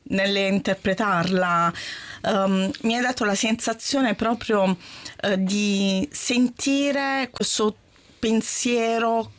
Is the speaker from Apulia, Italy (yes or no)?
yes; Taranto, Apulia, Italy; io essendo tarantina mi ci sono ritrovata subito.